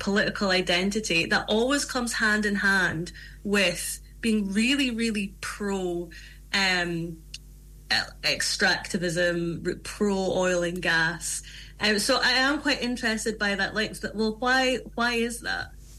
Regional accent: Aberdeen, Scotland, United Kingdom; when I was growing up in Aberdeen

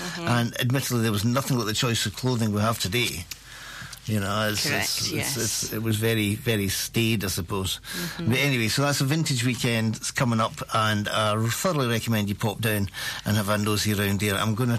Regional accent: Banff, Scotland, United Kingdom; I grew up in Banff

